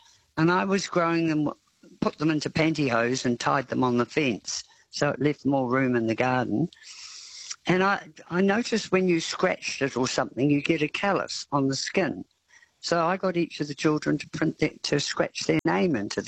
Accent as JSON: {"language": "English", "country": "New Zealand", "said": "This is, I'm over from New Zealand."}